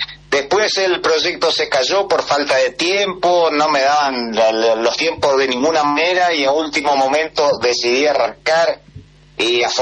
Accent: Argentina; ¿de dónde venís? No, de Argentina.

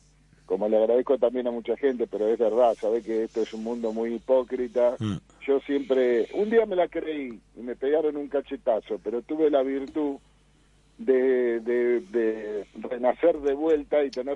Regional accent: Argentina; yo estoy convencido de que soy argentino

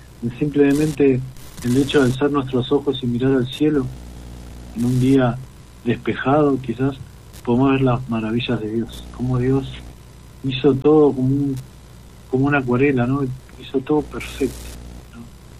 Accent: San Isidro, Buenos Aires Province, Argentina; Nosotros somos de San Isidro, ¿no? Zona norte de Gran Buenos Aires.

